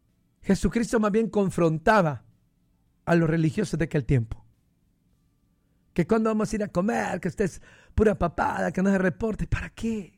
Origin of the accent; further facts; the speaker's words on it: Honduras; accent: Honduran; Es que yo soy catracho. Y los catrachos tenemos nuestras propias palabras. No te puedo venir a hablar ni como colombiano, ni como ecuatoriano, ni como boricua, porque soy hondureño. Y hablo como hondureño.